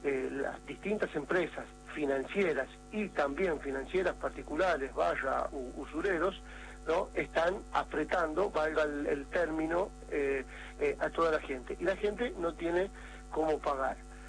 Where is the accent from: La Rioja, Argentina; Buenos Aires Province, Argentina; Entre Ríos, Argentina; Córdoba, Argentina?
La Rioja, Argentina; porque no tenemos los riojanos, hablo como riojano, digamos